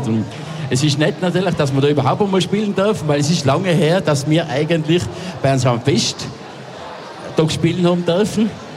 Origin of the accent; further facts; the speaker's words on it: Matrei am Brenner, Tyrol, Austria; ich komme aus Mattrei, das ist gleich da ums Eck. Ich habe da jetzt 5 Minuten heim.